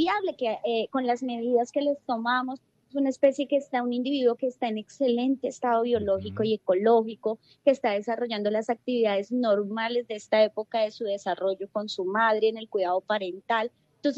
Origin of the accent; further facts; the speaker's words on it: Huila, Colombia; que nos debe hacer sentir muy orgullosos como huilenses y como colombianos